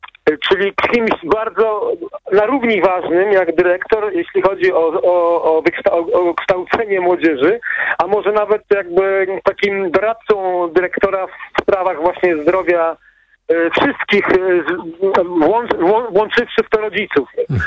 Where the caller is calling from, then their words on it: Gdańsk, Pomeranian Voivodeship, Poland; Dobry wieczór, dzwonię z Gdańska, z Kaszub.